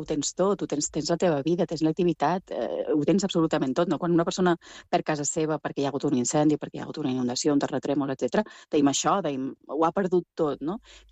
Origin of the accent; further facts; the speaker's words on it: Balearic Islands, Spain; jo venc de Mallorca, tota la meva vida ens han dit que nosaltres vivim del turisme, que sense el turisme érem pobres